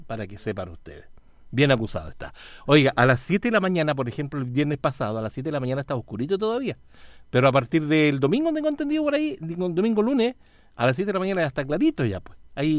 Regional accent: Chile

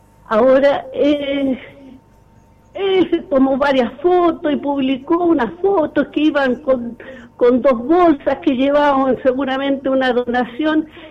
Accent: Chile; somos todos chilenos

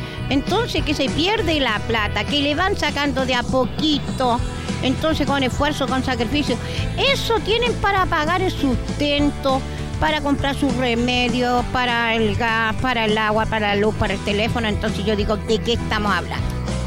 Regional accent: Chile

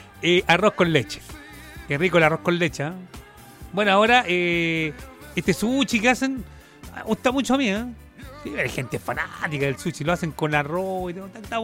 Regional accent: Chile; a los chilenos nos encanta este mes.

